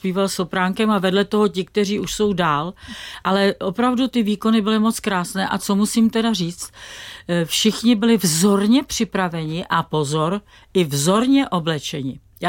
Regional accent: Prague, Czechia; jelikož já jsem jako Pražák, že jo, a vlastně na konzervatoři jsem učila několik desítek let na pražské konzervatoři

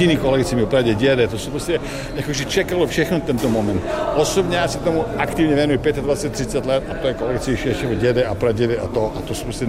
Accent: Serbia; moved away as an adult; also born or lived in Prague, Czechia; Já jsem z Balkánu, ze Srbska, a šel jsem studovat do Prahy.

